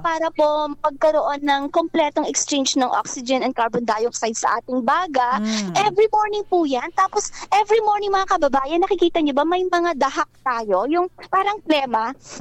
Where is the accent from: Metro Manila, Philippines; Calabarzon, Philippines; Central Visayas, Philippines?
Metro Manila, Philippines; Manila; now in Mindanao, Philippines; I'm from Manila